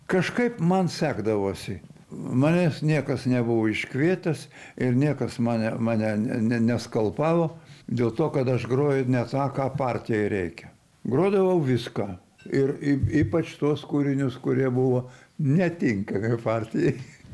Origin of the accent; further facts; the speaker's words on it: Samogitia, Lithuania; accent: Samogitian; now in Vilnius, Lithuania; Žemaitiškas mano charakteris man yra viskas. Viskas. Aš esu žemaitis, nes mano giminaičiai, nes su kuriais aš kalbu ir timiai ir taip toliau iš Žemaitijos